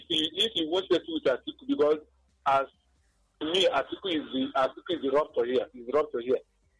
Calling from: Nigeria

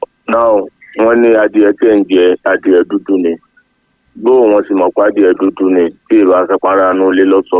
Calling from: Katsina State, Nigeria; Mo ń sọ̀rọ̀ láti Katsina State.

